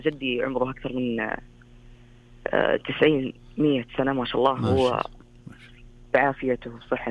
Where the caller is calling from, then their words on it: Taif, Makkah Province, Saudi Arabia; من الطائف.